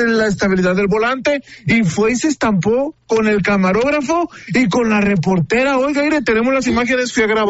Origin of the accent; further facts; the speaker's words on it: Autlán, Jalisco, Mexico; born there; nacido en Autlán.